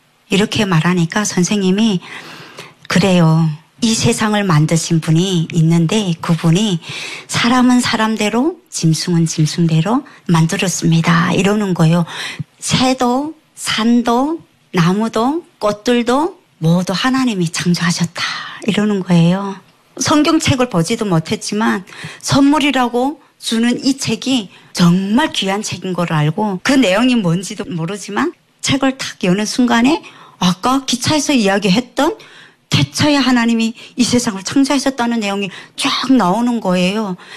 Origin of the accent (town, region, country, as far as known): North Korea; also born or lived in China; now in South Korea